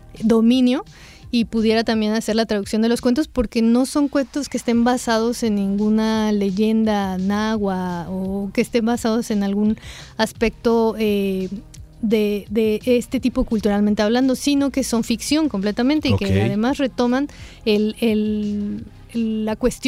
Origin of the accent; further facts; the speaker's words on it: Río Blanco, Veracruz, Mexico; ahí de donde yo soy, de la zona de Orizaba, no específicamente en Río Blanco, sino ahí en Orizaba, Veracruz